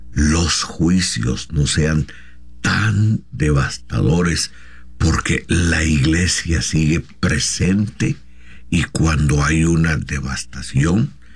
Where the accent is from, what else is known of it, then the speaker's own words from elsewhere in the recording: Mexico; nosotros como mexicanos